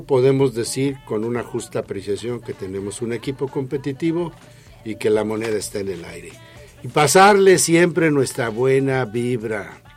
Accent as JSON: {"language": "Spanish", "town": "Tepeji del Río", "region": "Hidalgo", "country": "Mexico", "said": "yo soy de un pueblito más lejano a la capital. Soy hidalguense."}